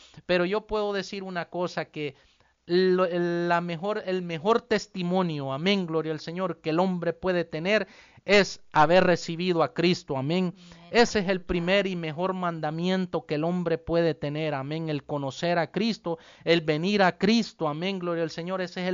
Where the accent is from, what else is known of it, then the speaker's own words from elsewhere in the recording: El Salvador; moved away as an adult; nosotros crecimos, amén, en un país, amén, nosotros vivíamos en El Salvador, amén, nosotros somos salvadoreños, amén, pero vivíamos en un país, amén, como ya muchos conocen, con mucha delincuencia, amén, un país muy peligroso